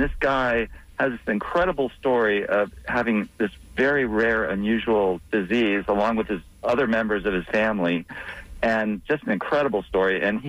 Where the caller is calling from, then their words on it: Tampa, Florida, United States